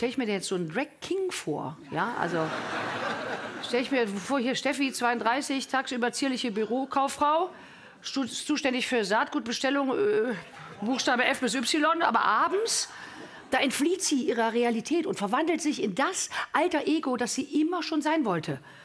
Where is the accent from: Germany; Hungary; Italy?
Germany; Cologne, North Rhine-Westphalia; Ich komme aus Köln